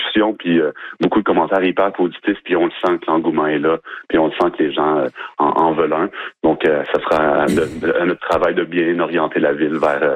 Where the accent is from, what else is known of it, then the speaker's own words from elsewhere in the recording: Trois-Rivières, Quebec, Canada; moi, je suis natif de Trois-Rivières